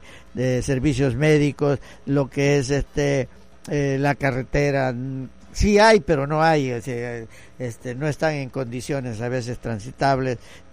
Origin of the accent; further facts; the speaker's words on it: Santa Cruz, Campeche, Mexico; now in Ciudad del Carmen, Mexico; soy fiel a mi pueblo